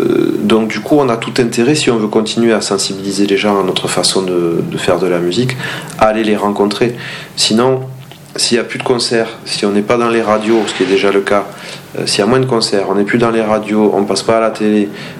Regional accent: Toulouse, Occitanie, France; born there; je suis né à Toulouse, dans une famille de républicains espagnols, réfugiés, qui ont fui l'Espagne pendant la guerre. Donc je suis né français, je me suis découvert occitan et je suis né espagnol sans le savoir. Donc pouf, j'ai trois cultures.

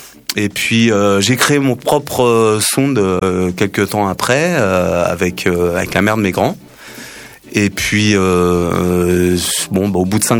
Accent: Paris, Île-de-France, France; also born or lived in Seine-et-Marne; Moi je suis parisien

